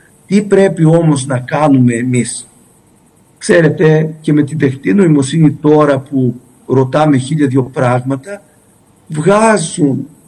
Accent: Crete, Greece; accent: Cretan; ως κριτικός μιλώντας

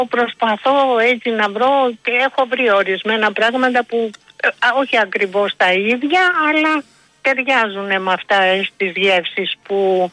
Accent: Athens, Attica, Greece; born there; also born or lived in unnamed home village; Ίσως γιατί και εδώ τώρα, δηλαδή που ήρθαμε στην Αθήνα, εγώ δεν έζησα στην πόλη. Ο Ταύρος ήταν περιβόλια.

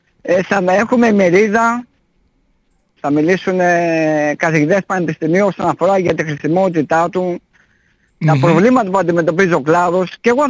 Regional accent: Skotina, Central Macedonia, Greece

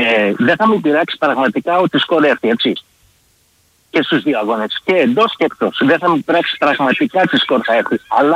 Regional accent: Kalamata, Peloponnese, Greece; Είμαι Ολυμπιακός, η καρδιά μου όμως εδώ. Είμαι Καλαμάτα. Το λέω δηλαδή, αγαπάω πολύ τον τόπο μου.

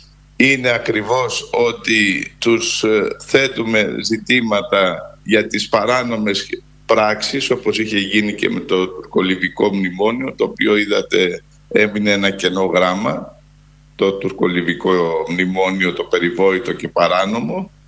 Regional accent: Greece; εμείς ως Έλληνες

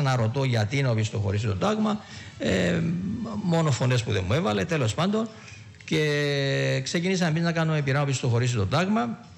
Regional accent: Kythrea, Nicosia District, Cyprus; moved away; από την Κυθρέα, από το χωριό μου

